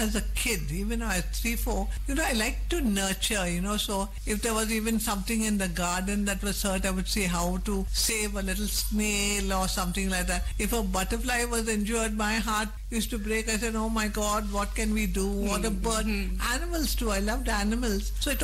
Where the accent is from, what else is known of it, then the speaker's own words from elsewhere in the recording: Karnataka, India; moved away as an adult; also born or lived in Hubli, India; now in Mumbai, India; I could even speak English because I came from Karnataka